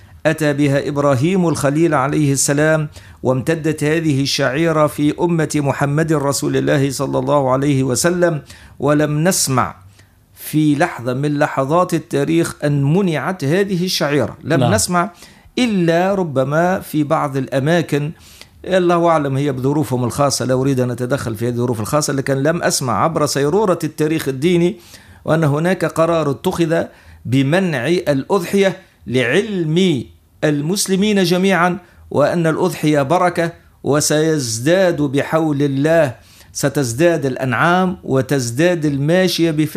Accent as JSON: {"language": "Arabic", "country": "Tunisia", "said": "ونحمد الله أن جينا من تونس وليس من بلاد أخرى"}